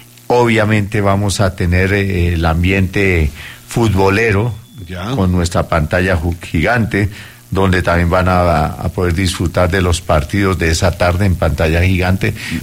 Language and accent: Spanish; Colombia; now in Ecuador; no soy solo colombiano, tengo doble nacionalidad, bueno, sí. También soy ecuatoriano.